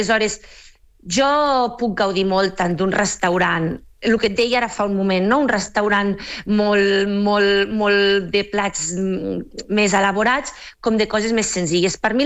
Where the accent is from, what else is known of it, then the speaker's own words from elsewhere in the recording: La Seu d'Urgell, Catalonia, Spain; moved away as an adult; now in Santa Susanna, Spain; jo no sóc del Maresme, vale? Jo sóc de la Seu d'Urgell. Llavors, jo he estat, vull dir, vaig passar tota la vida a la Seu d'Urgell, vacances a la Costa Brava, no havia estilat molt, eh? Lloret tampoc, i ara fa un parell o tres de mesos m'he mudat a Santa Susana